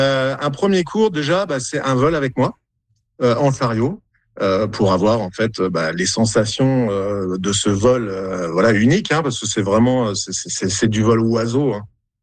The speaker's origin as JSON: {"language": "French", "country": "France", "moved": "as an adult", "lives_now": "Yukon, Canada", "said": "Alors moi, donc je suis français. Moi, ça fait depuis 16 ans que je fais du paramoteur. Et puis, ça fait 4 ans et demi que je suis dans le Yukon."}